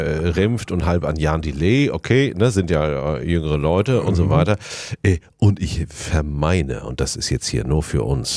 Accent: Saxony, Germany; Nein, ich komme aus dem Erzgebirge. Und wir sind da, oh Gott, jetzt sage ich schon wir.

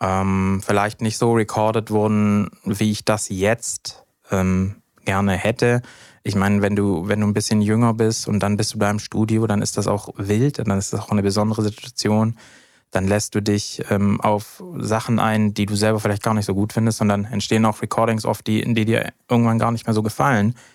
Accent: Ravensburg, Baden-Württemberg, Germany; Nee, ist aus Ravensburg, wo ich aufgewachsen bin.

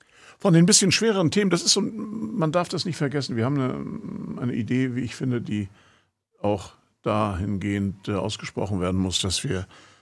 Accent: Rostock, Mecklenburg-Vorpommern, Germany; now in Berlin, Germany; Ich komme ja aus Berlin, das wissen vielleicht die meisten. Oder ich komme nicht aus Berlin, ich komme aus Rostock, aber ich wohne da, ich bin schon ganz lange weg.

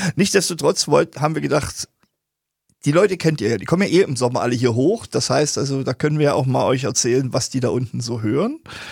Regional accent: Zwickau, Saxony, Germany; moved away; ich bin ja also nicht Erzgebirge, ich bin Zwickauer, also das ist dann schon vor Erzgebirge Sachsen.

